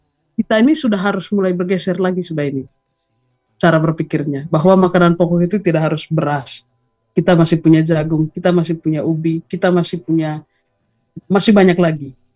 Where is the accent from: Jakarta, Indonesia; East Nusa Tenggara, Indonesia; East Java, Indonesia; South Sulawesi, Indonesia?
East Nusa Tenggara, Indonesia; ya memang ini makanan pokok kita orang NTT.